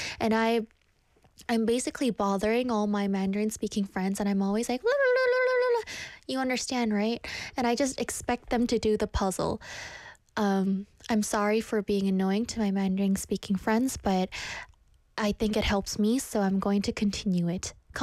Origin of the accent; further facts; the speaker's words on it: Canada; I'm Canadian.